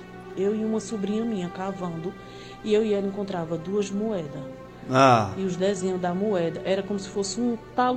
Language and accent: Portuguese; Toritama, Pernambuco, Brazil; Eu sou de Toritama, Pernambuco.